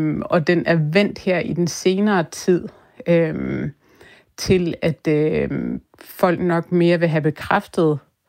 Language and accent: Danish; Greenland; i og med, at jeg er grønlænder.